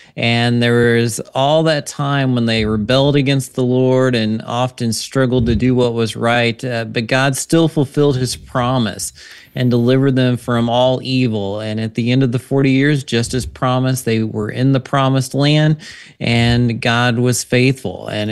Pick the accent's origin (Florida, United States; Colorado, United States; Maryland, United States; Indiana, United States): Indiana, United States; So that's the area where I grew up is in Indiana.